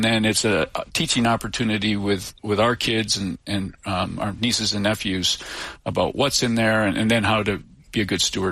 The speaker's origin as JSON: {"language": "English", "region": "Midwest", "country": "United States", "tie": "born or raised there", "moved": "as an adult", "lives_now": "Seattle, United States", "said": "I grew up in the Northern Great Lakes on the North Shore of Lake Michigan."}